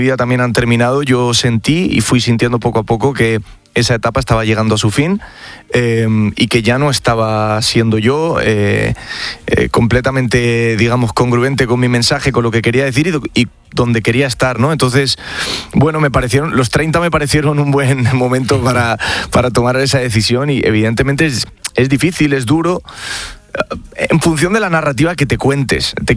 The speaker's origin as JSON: {"language": "Spanish", "country": "Spain", "said": "pero bueno, de primera mano en España, en mi país, abrazó la primera canción que saqué, que se llamaba"}